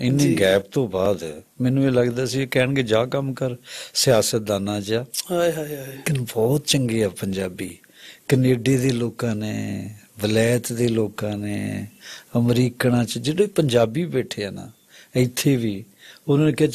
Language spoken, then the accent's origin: Punjabi; Shafipur, Punjab, India; born there; ਉਹ ਸਾਈਂ ਜੀ ਕਹਿੰਦੇ ਉਹ ਕਿਹੜਾ ਪਿੰਡ ਆ, ਮੈਂ ਕਿਹਾ ਸ਼ਫੀਪੁਰ